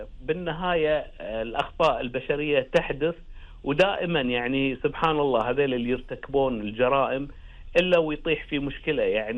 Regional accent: Kuwait; أنا كموظف كويتي،

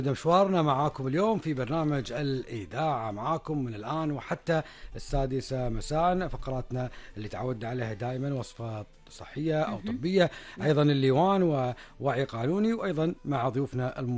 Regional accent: Kuwait

